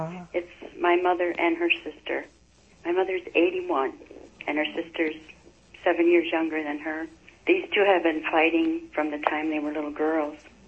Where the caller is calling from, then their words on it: Roseville, Michigan, United States; Mother, I'm from Roseville, Michigan.